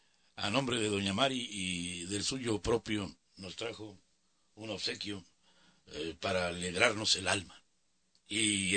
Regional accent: Mexicali, Baja California, Mexico; De la Cuauhtémoc Norte. Somos de la Cuauhtémoc. La mejor colonia que hay en Mexicali y en el mundo entero es la Cuauhtémoc. Sin lugar a dudas. Y yo viví en las 12, en la norte

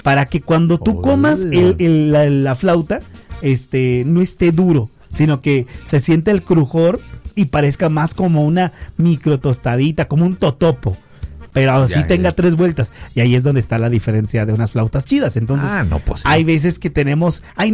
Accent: Mexico; yo en lo personal soy mexicano

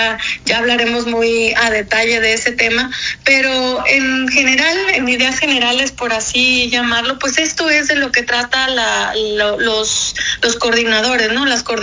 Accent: Mexico; lo importante es que es que como mexicanos nos sumemos a esta defensa.

